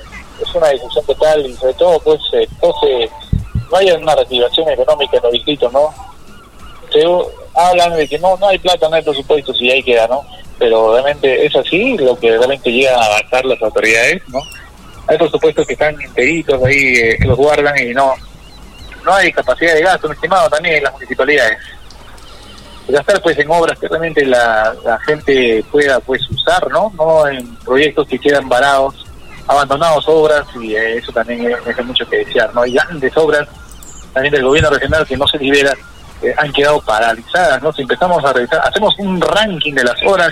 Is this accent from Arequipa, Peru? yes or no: yes; Arequipa, Peru; siendo como arequipeños